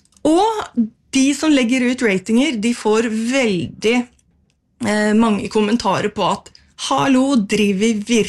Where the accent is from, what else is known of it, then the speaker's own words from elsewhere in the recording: Buskerud, Norway; hjemstedet mitt, altså Øvre Hallingdal